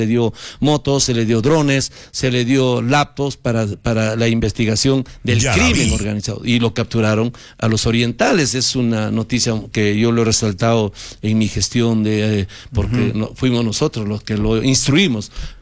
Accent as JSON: {"language": "Spanish", "region": "Arequipa", "country": "Peru"}